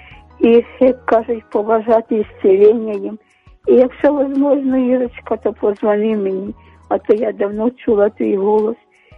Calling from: Kyiv, Ukraine; Здравствуйте, Людмила, я з Оболоні, з Києва.

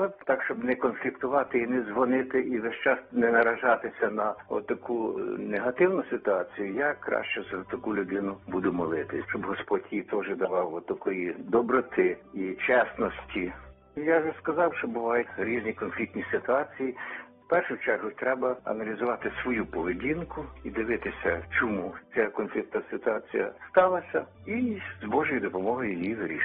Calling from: Kyiv, Ukraine; Місто Київ.

